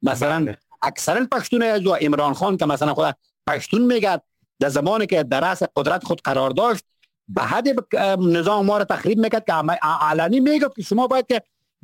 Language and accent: Persian; Afghanistan; ما افغان هستیم از افغانیت خود از کشور خود دفاع بکنیم